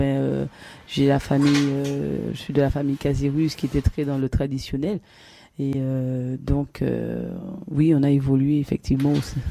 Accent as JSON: {"language": "French", "town": "Sainte-Marie", "country": "Martinique", "tie": "born or raised there", "also_born_or_lived": "La Trinité, Martinique", "said": "plus d'une quarantaine d'années hein, que je vis sur cette île. Mm-hmm. Et je suis originaire de la commune de Sainte-Marie, plus précisément. Ouais. Et ensuite, j'ai migré sur Trinité. Et ensuite, il y a eu plein de déménagements, il y a eu plein de parcours sur la Martinique."}